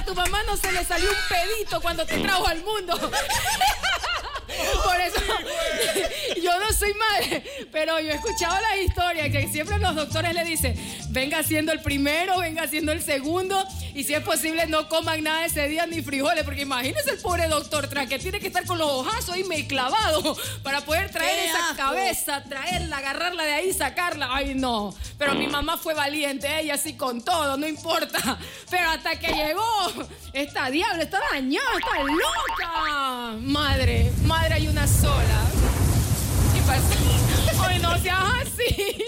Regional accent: Guayaquil, Guayas, Ecuador; Soy una guayaquileña de cepa. 3 de julio nació la number one.

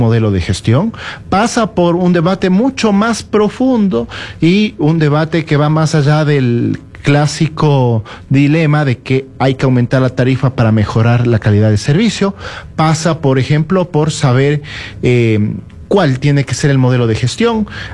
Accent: Quito, Pichincha, Ecuador; el mayor orgullo que tenemos como quiteños en este momento.

